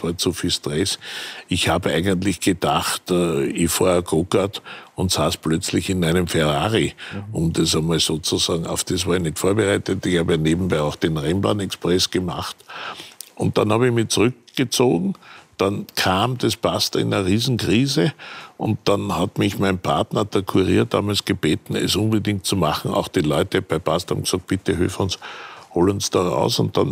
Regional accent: Salzburg, Austria; also born or lived in Vienna; Ich war ja Salzburger

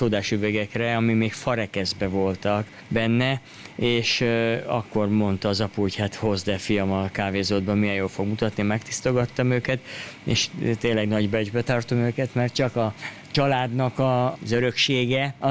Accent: Hungary; És azért gondoltam, ha már magyarok vagyunk, akkor legyen valami magyar.

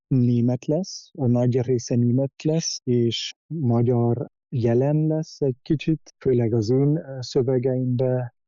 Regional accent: Oberwart, Burgenland, Austria; born there; Hungarian is a second language; és én meg Felső Őrben születtem, és az édesanyja magyar, és tőle is tanultam egy kicsit magyarul.

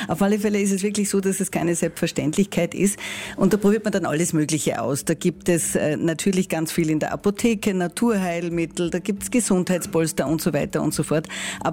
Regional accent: Wolfsberg, Carinthia, Austria; Also bei uns zu Hause in Wolfsberg hat es seinerzeit noch die Frau Koller gegeben.

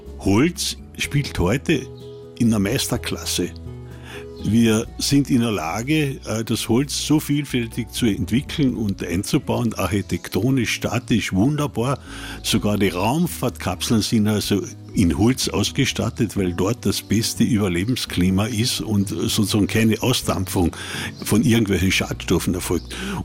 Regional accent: Gnesau, Carinthia, Austria; Petroleumlicht am Bauernhof und einem Fußweg mit 3 bis 4 Kilometer zur Schule, bin ich natürlich mit meiner Heimatgemeinde aufs Engste verbunden. Gnesau ist ein waldreiches Land

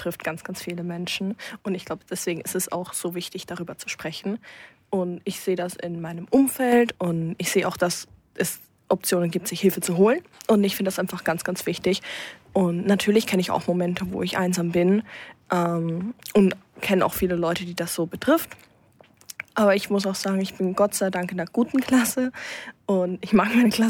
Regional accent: Zwickau, Saxony, Germany; ich komme aus Zwickau

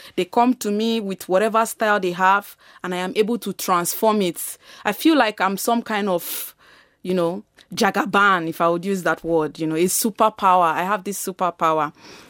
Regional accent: Nigeria; now in Vienna, Austria; Because regardless of the fact that I'm Nigerian, they would still impute there that it was done in Vienna. It was done in Austria.

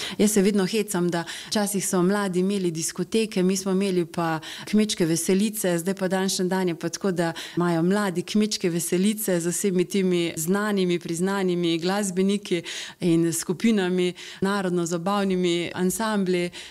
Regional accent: Koroška, Slovenia; now in Klagenfurt, Austria; da tukaj živi slovenska narodna skupnost in da sama sem Korošica.

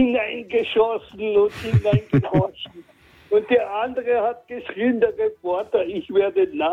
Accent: Carinthia, Austria; now in Salzburg, Austria; Bin ein gebürtiger Kärntner und ich bin am Bauernhof aufgewachsen.

